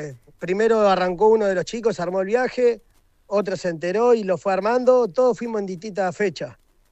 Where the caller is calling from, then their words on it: Argentina; todos los argentinos trajimos remera